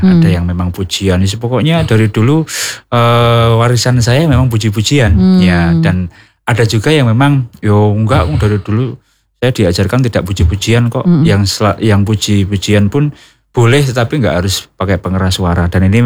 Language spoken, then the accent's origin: Indonesian; Rembang, Central Java, Indonesia; tapi saya orang Rembang